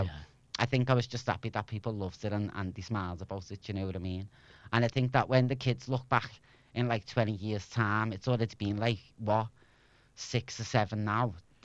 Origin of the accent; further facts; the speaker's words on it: Liverpool, North West England, United Kingdom; also born or lived in China; they loved the fact that I was from Liverpool. Being a Scouser in Asia, in China especially, I'm telling you now, you get treated like royalty.